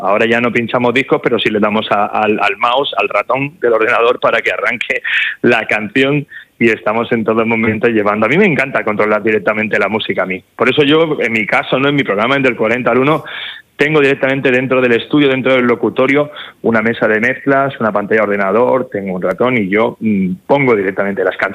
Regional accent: Barcelona, Catalonia, Spain; born there; no soy murciano, no tengo sangre murciana, la tengo de Andalucía, yo nací en Barcelona.

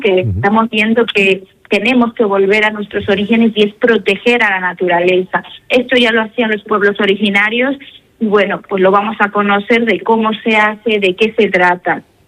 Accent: Ecuador; dar a conocer pues mi cultura, mi país, mi tierra, mis orígenes. Por eso la formación se llama

